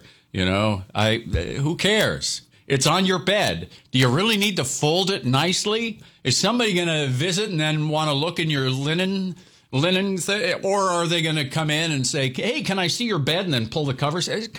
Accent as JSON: {"language": "English", "town": "Fargo", "region": "North Dakota", "country": "United States", "moved": "yes", "said": "I come from Fargo, you know, and that's how we talk up there in Fargo all the time."}